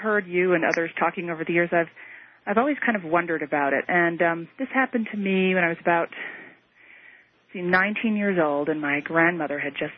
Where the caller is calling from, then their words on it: Denver, Colorado, United States; calling from Denver.